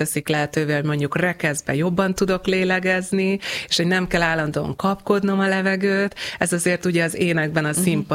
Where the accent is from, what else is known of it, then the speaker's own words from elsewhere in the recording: Hungary; oké, hogy gánai magyar vagyok, de azért tudok mást is csinálni